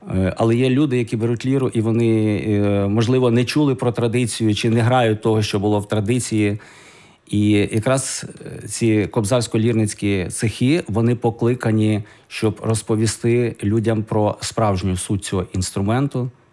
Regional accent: Kovel, Volyn Oblast, Ukraine; born there; Але мені ще було цікаво, що я сам я народився в Ковелі.

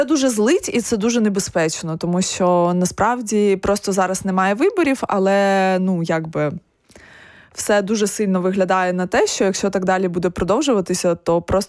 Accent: Kyiv, Ukraine; в моєму рідному Києві

